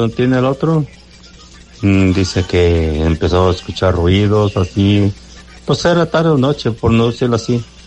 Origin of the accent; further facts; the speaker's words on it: Gómez Farías, Jalisco, Mexico; moved away; Cerca de mi tierra natal, Gómez Farías.